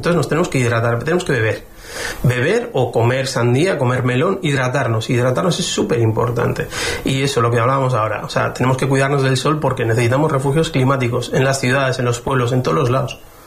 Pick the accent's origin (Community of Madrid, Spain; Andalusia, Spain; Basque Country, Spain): Basque Country, Spain; now in Canary Islands, Spain; yo en el País Vasco, en mi pueblo, así, de memoria, te puedo decir que hay 3 o 4 fuentes. Y es un pueblo de 9.000 personas. 3 o 4 fuentes y es un pueblo muy pequeñito, que los pueblos ahí en el norte no son como aquí, en extensión tan grande. Son así, son chiquititos, está recogidito.